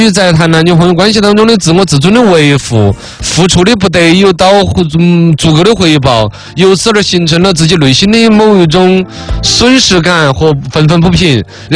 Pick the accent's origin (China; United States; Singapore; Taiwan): China; 我们中国人民了，